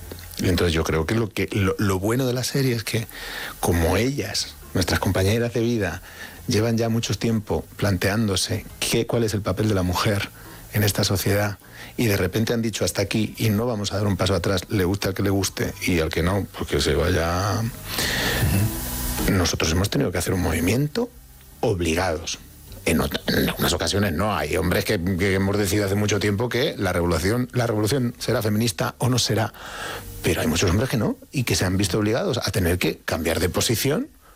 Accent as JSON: {"language": "Spanish", "town": "Getafe", "region": "Community of Madrid", "country": "Spain", "tie": "born or raised there", "said": "Yo, y vivo en Getafe, en la casa en la que nací, con lo cual yo soy reivindico Getafe por un montón de razones."}